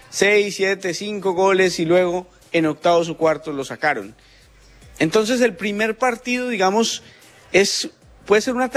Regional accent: Colombia; a algunos entrenadores que están en mi país, en Colombia

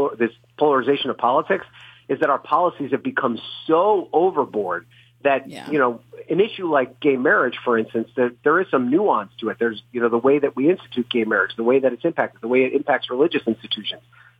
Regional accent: New York, United States; my home state, New York

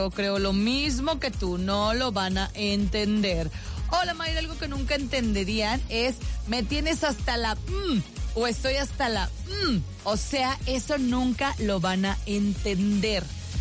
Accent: Nayarit, Mexico; moved away; yo soy, lo saben ustedes perfectamente, yo soy de Nayarit.

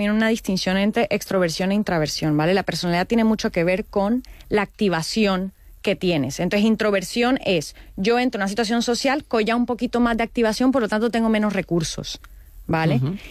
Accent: Caribbean coast, Colombia

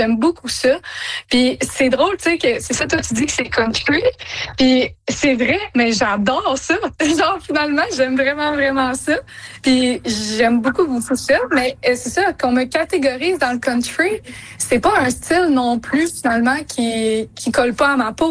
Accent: Mont-Joli, Quebec, Canada; now in Rivière-du-Loup, Canada; un petit village à côté de Rivière-du-Loup, dans le fond, là, pour le moment. Mais sinon, j'habite à Rivière-du-Loup, mais sinon, je suis d'origine de Montjoly. C'est de là que je viens, où est-ce que j'ai grandi. Puis c'est ça, là, je suis présentement là, dans un petit village

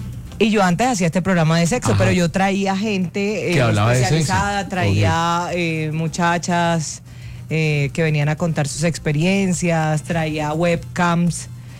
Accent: Caribbean Region, Colombia; ya somos muchos costeños aquí.

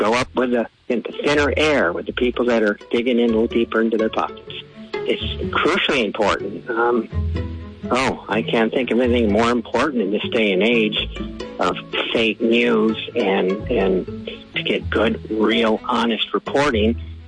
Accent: New Bern, North Carolina, United States; from New Bern, North Carolina, and I support PRE proudly.

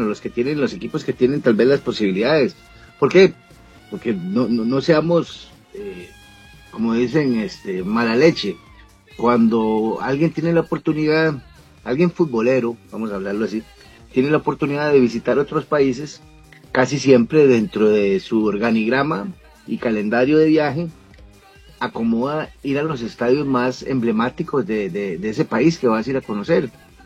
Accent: Costa Rica

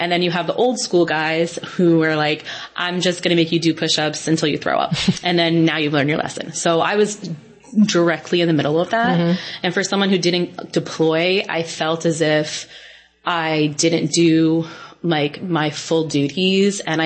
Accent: New York, United States; being a New Yorker

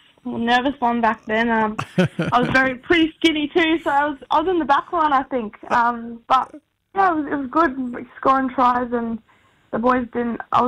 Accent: Brisbane, Queensland, Australia; I'm from Brizzy. Brizzy girl. I am from the Beer Pie mob.

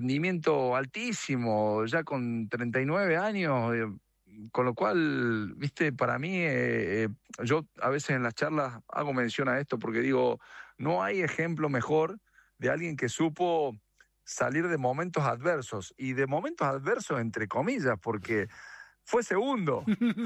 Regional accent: Argentina; nosotros como argentinos lo cuestionamos mucho.

